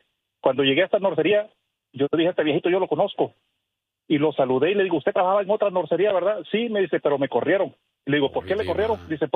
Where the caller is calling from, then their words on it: Mississippi, United States; ahorita ando aquí en Alabama, yo soy de Mississippi, pero vengo a Alabama